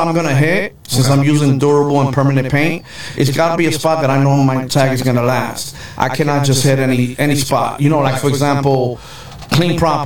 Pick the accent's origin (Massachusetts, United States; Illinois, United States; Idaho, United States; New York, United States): New York, United States; You know, born and raised in New York, bro.